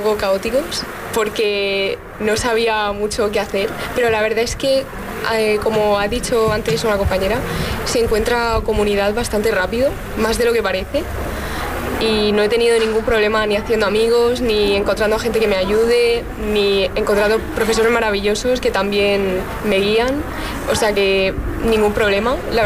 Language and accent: Spanish; Cartagena, Region of Murcia, Spain; yo soy tan de Cartagena que he venido andando aquí.